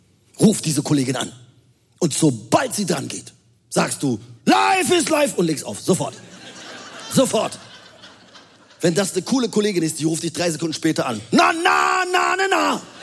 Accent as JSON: {"language": "German", "region": "Rhineland", "country": "Germany", "said": "Als Rheinländer. Der Rheinländer, der bleibt ruhig."}